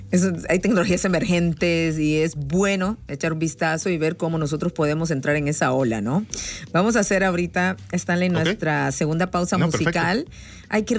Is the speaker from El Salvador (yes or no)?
yes; El Salvador